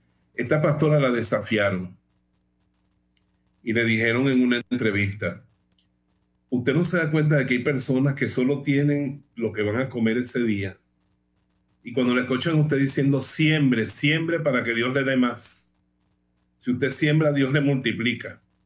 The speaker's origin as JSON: {"language": "Spanish", "town": "Bejuma", "region": "Carabobo", "country": "Venezuela", "tie": "born or raised there"}